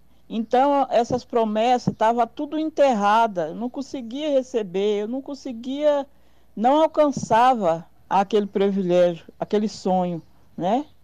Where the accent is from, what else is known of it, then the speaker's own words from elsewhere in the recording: Paranacity, Paraná, Brazil; eu sou aqui de Paraná City